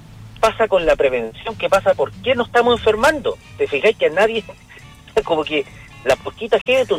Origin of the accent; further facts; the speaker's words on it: Antofagasta, Chile; Nacido y criado acá, César, en Antofagasta, 48 para 49 años.